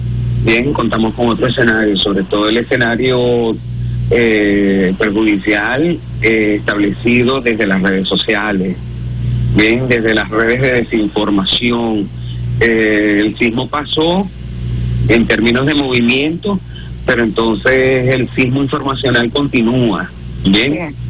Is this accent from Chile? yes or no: no; Venezuela; Y también es importante saber que incluso como venezolanos y venezolanas no estamos solos, ¿no?